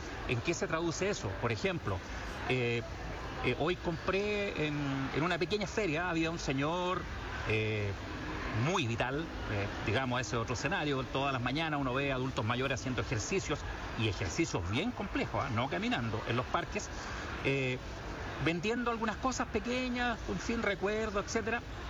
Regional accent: Chile; vengo de Chile

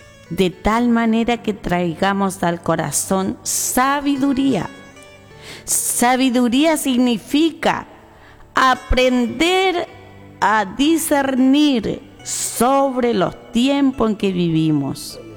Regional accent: Chile; como chilenos que somos

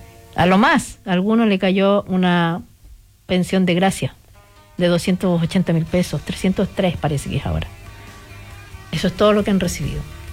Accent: Chile

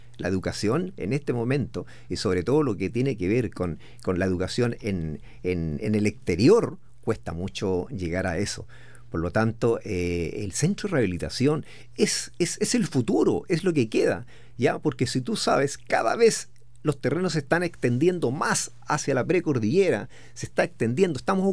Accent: Linares, Maule, Chile; Nosotros somos de Linares, de una ciudad linda, preciosa, ¿ya? Y que cada vez está quedando mejor.

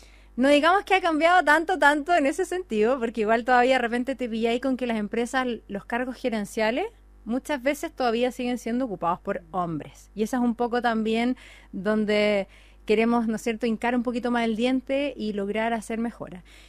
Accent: Concepción, Biobío, Chile; moved away as an adult; now in Santiago, Chile; yo la verdad que soy de Concepción

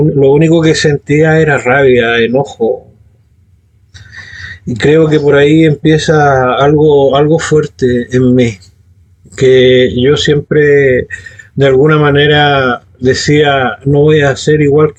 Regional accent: Concepción, Biobío, Chile; yo soy nacido aquí en Concepción. Tengo 52 años.

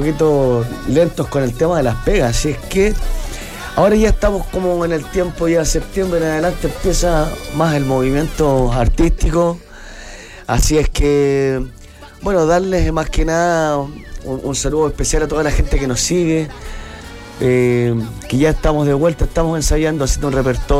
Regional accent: Chillán, Ñuble, Chile; somos de acá de Chillán

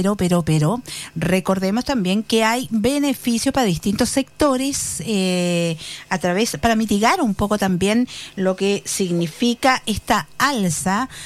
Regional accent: Chile; todos somos chilenos, todos pertenecemos a este territorio

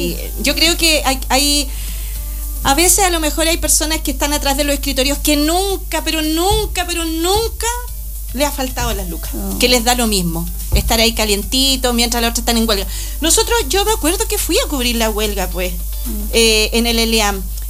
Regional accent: Chile; como trabajador chileno tenemos la Inspección de Trabajo que debe velar por nosotros

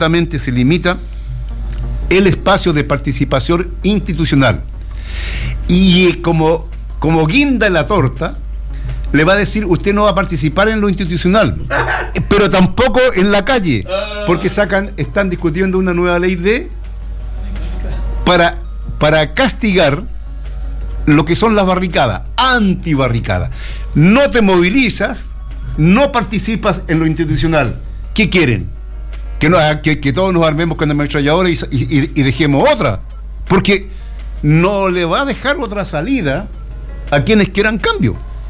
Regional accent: Chile; Yo soy chileno, tengo un programa para Chile.

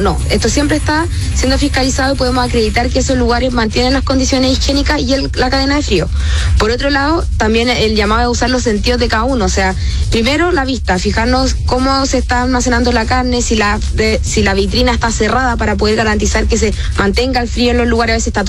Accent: Chile; hay ciertos microorganismos que no estamos acostumbrados como chilenos a enfrentar

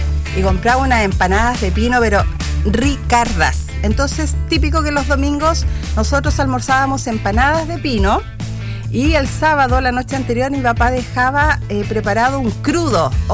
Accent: Santiago, Santiago Metropolitan Region, Chile; como yo viví y nací en Santiago

